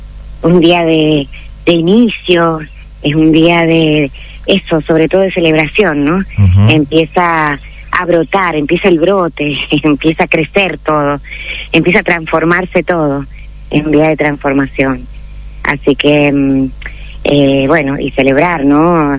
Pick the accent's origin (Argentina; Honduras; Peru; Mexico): Argentina; Mendoza; born there; en la zona centro, que es de donde yo soy originaria, porque digamos de donde yo nací en realidad